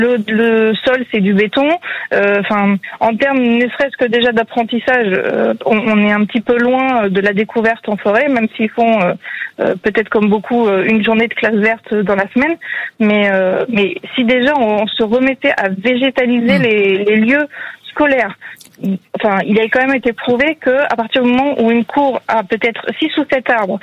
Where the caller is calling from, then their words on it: Poitiers, Nouvelle-Aquitaine, France; De la Vienne à Poitiers.